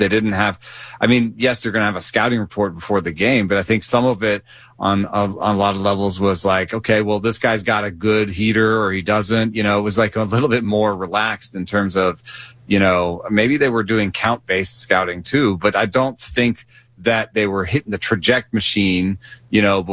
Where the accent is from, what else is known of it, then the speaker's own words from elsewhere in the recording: Atlanta, Georgia, United States; I know as a fan growing up in Atlanta in the late 80s and early 90s